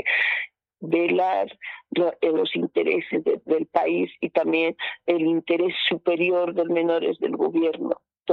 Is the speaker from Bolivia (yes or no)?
yes; Bolivia; todos somos bolivianos